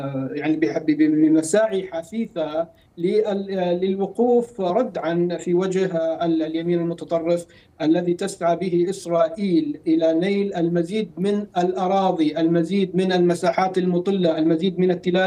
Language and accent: Arabic; Syria; now in Paris, France; نحن كسوريين